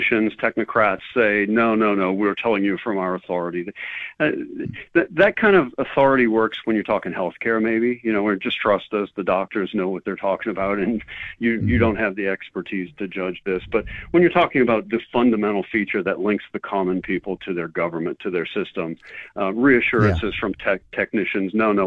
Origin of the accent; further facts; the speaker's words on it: Louisiana, United States; I was sad when my home state of Louisiana half got rid of it.